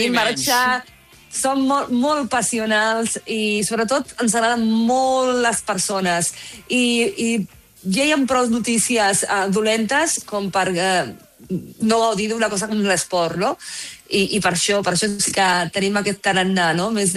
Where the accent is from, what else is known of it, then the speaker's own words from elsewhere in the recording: Barcelona, Catalonia, Spain; born there; now in El Masnou, Spain; jo sóc una enamorada de Catalunya, de Barcelona, jo sóc, encara que visc al Masnou, sóc nascuda a Barcelona